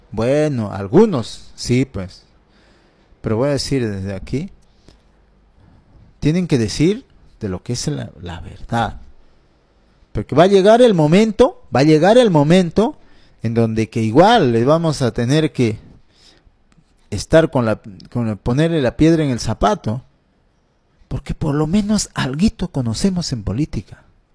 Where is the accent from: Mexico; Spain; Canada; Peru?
Peru